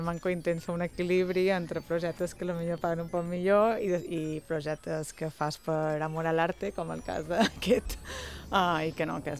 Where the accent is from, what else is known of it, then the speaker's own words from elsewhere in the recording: Pollença, Balearic Islands, Spain; moved away as an adult; also born or lived in London / Palma / Barcelona; now in Pollença, Spain; nascuda a Londres i en dues setmanes crec que vaig venir a viure a Pollença i he crescut aquí. I després a Palma he viscut a prop de zona espanyolet, però he estat quasi 20 anys a Barcelona, així que he voltat un poc i després he tornat aquí a Mallorca